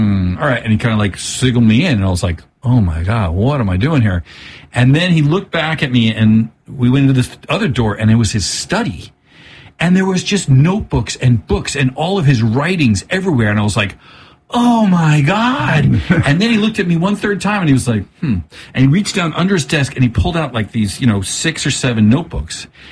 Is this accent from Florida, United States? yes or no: no; Boulder, Colorado, United States; I'm from Boulder